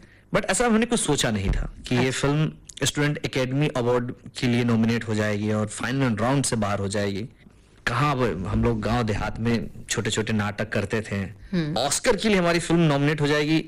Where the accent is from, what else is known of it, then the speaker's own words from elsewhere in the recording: Bihar, India; first language Bajjika; Hindi is a second language; बज्जिका मेरी मातृभाषा है, मेरी दादी, मेरे दादा, मेरे घर में आज भी जब अगर आपके सामने मेरा फोन आ जाए तो मैं अपनी माता जी से, पिताजी से बज्जिका में ही बात करूंगा।